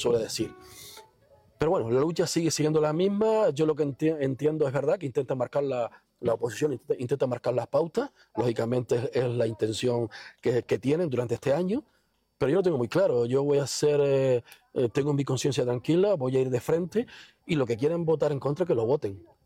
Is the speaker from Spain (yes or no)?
yes; Betancuria, Canary Islands, Spain; yo soy de aquí de Betancuria, como tú bien dices, en esta plaza, en esta no, porque es nueva, pero en la antigua, desde pequeñito me he caído, me he roto las rodillas y para mí ser alcalde de mi pueblo